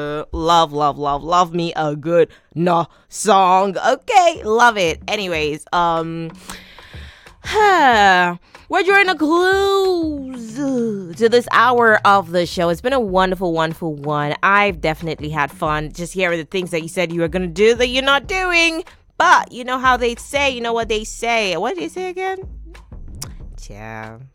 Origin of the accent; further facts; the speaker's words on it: Nigeria; accent: Nigerian; I'm true Nigerian. The accent slips out.